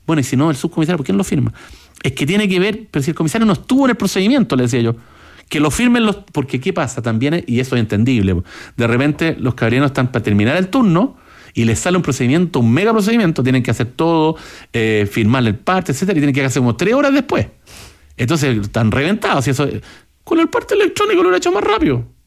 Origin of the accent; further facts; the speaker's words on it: Chile; aquí somos estúpidos los chilenos